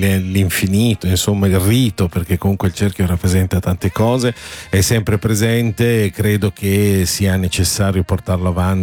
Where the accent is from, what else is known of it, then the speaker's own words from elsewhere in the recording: Parma, Emilia-Romagna, Italy; also born or lived in Abruzzo; Io sono abruzzese, ma avevo un anno quando sono venuto a Parma. Io mi sento molto parmigiano.